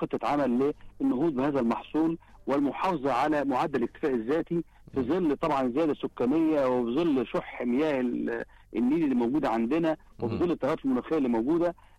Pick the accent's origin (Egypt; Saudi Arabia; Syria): Egypt; ومفيش ازمه عندنا في مصر